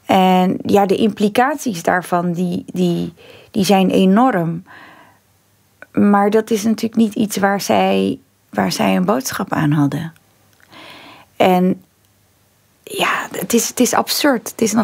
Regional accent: Netherlands; born there; Ik ben in Nederland geboren.

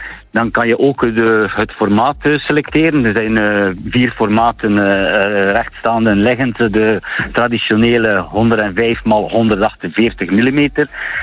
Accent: Bruges, Flanders, Belgium; ik ben een Bruggeling

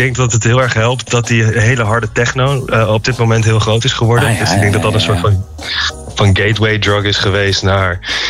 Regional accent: Arnhem, Gelderland, Netherlands; Ja, je had volgens mij in elke plaatselijke kinderdisco, bij ons in Arnhem in ieder geval ook, had je gewoon van 6 tot 8 of 7 tot 9 op vrijdagavond had je dan een DJ.

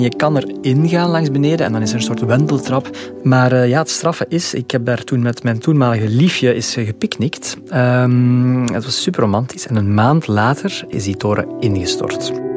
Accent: Scherpenheuvel-Zichem, Flanders, Belgium; moved away; Ik ben zelf opgegroeid in Scherpenheuvel-Zichem. En ik ben van Scherpenheuvel en Zichem, dat waren de concurrenten.

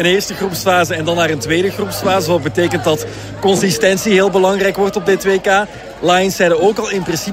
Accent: Belgium

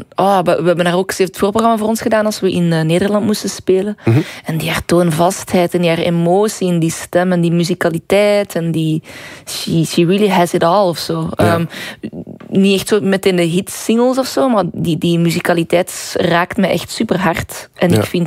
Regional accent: Bertem, Flemish Brabant, Belgium; Maar ja, ik ben een boerengriet van Bertem en ik heb ook wel wat soul, hè.

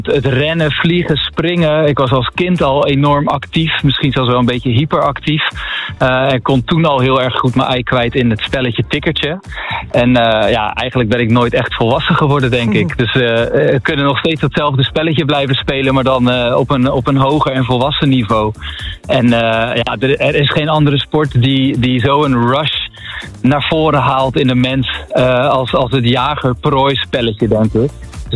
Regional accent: Netherlands; En ik als Nederlander heb me daarbij toegevoegd.

